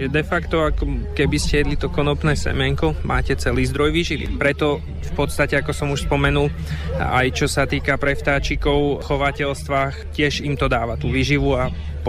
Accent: Hubová, Žilina Region, Slovakia; Naši predkovia ju pestovali u nás v Hubovej

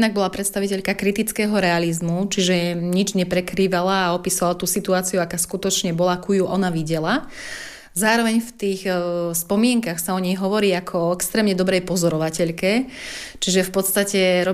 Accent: Banská Bystrica Region, Slovakia; Jediné, čo nás asi spájalo, bolo, že sme obidve rodáčky z Novohradu, aj keď z rôznych častí teda nášho veľkého regiónu.

